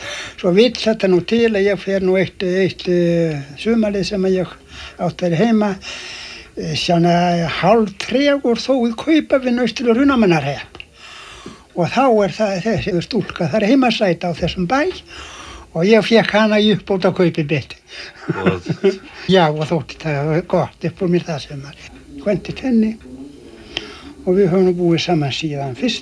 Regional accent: Meðalland, Southern Region, Iceland; now in Vestmannaeyjar, Iceland; Nei, ég var uppvaxtar án mín hörnustri í Meðalandi.

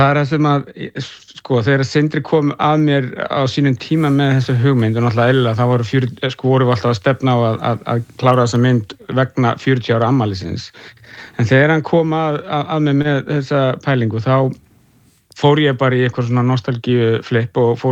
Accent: Reykjavik, Capital Region, Iceland; Þannig að ég nefnilega ólst upp í Fossvogi, þannig að það var ekki það langt frá mér

